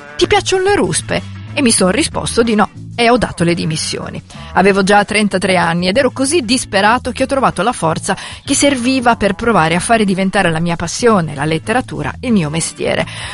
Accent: Parma, Emilia-Romagna, Italy; accent: Parmigiano dialect; first language Italian; in dialetto parmigiano non si usano

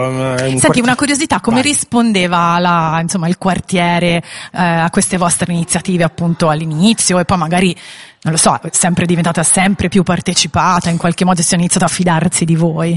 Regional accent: Tuscany, Italy; Poi io da Toscana, per me Bellino è proprio

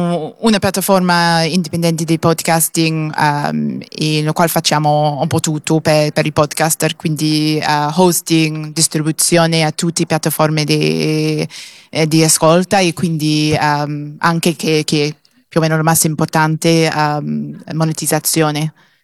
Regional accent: Wales, United Kingdom; Italian is a second language; moved away; Sono di Gales.

